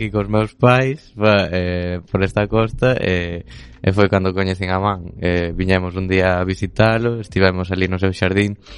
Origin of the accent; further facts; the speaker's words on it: Xunqueira, Galicia, Spain; Somos de Xunqueira.